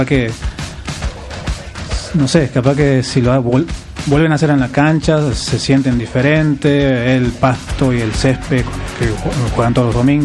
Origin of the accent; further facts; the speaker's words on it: Argentina; nosotros, más los argentinos, somos muy, que queremos todo ya, inmediatamente.